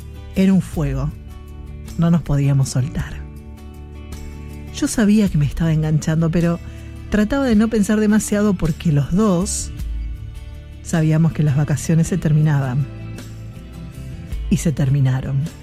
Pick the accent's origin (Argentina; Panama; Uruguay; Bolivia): Argentina; La Pampa; now in Buenos Aires, Argentina; de La Pampa, hoy viviendo en la gran ciudad, aquí en Buenos Aires.